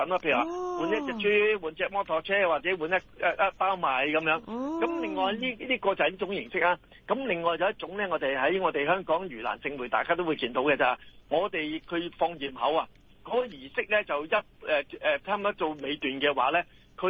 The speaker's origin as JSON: {"language": "Cantonese", "town": "Chaozhou", "region": "Guangdong", "country": "China", "said": "其實我哋潮州人，我哋去拜神，我哋求神咧。"}